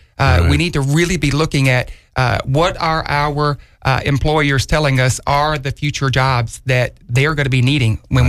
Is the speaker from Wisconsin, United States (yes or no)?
no; Sumter, South Carolina, United States; my hometown community